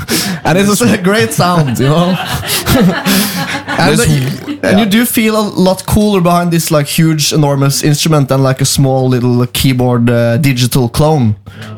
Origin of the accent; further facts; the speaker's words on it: Hønefoss, Buskerud, Norway; I'm from we're from Hønefoss.